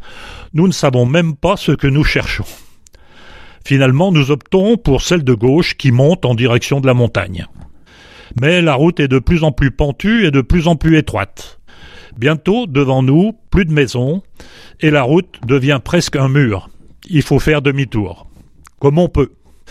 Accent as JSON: {"language": "French", "country": "France", "said": "Nous sommes français et nous cherchons français."}